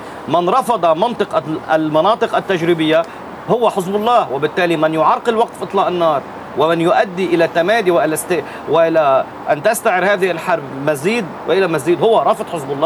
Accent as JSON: {"language": "Arabic", "country": "Lebanon"}